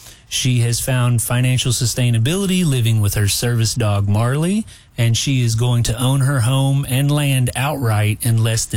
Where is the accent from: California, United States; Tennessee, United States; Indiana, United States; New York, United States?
Tennessee, United States; Memphis; Yeah, so I grew up, I was born and raised in Memphis, circled around Midtown, downtown my entire life.